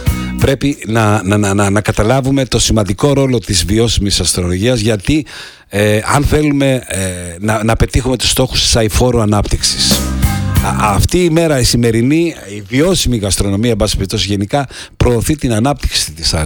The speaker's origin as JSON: {"language": "Greek", "country": "Greece", "said": "Παλιά ως Έλληνες το θυμάστε"}